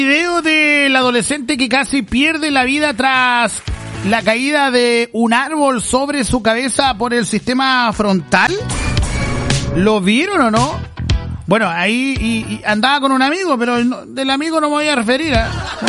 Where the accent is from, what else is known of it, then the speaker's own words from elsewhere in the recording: Chile; Pues así somos chilenos, pues así somos los chilenos.